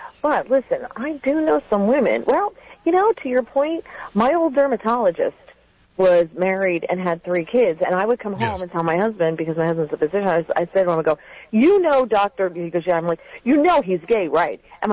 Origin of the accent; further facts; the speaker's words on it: New Jersey, United States; I'm from the People's Socialist Republic of New Jersey